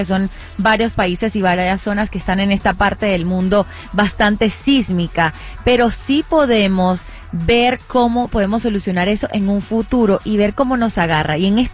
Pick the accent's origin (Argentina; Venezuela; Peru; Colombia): Venezuela; Antes veíamos, yo soy de Venezuela, y veíamos bien lejano la posibilidad, remotamente la posibilidad de tener un kit de emergencia.